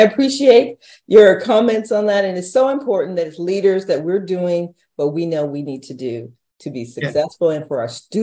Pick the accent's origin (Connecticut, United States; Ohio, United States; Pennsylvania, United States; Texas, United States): Texas, United States; San Antonio; growing up in San Antonio and not being, you know, not having a whole lot of money